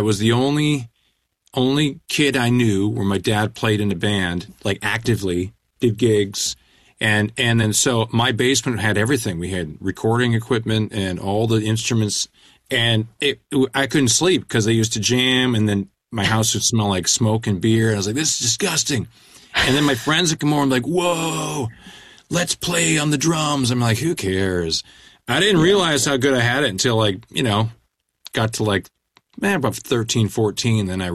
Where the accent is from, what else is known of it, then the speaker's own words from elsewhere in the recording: British Columbia, Canada; moved away; I grew up in Canada. There wasn't much to do.